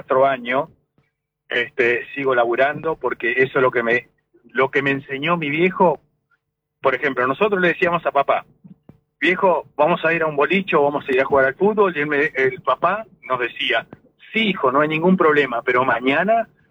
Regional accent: Villa Libertad, Entre Ríos, Argentina; Nosotros venimos de Entre Ríos, de un pueblito cercano a Chajarí.

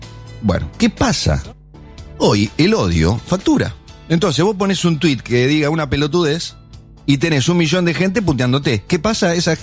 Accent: Argentina; Ahora, yo soy argentino y es más, es un lindo momento.

